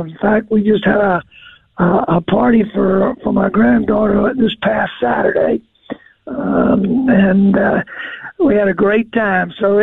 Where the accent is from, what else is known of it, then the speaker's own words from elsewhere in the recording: Macon, Georgia, United States; moved away; Well, I grew up in Macon, Georgia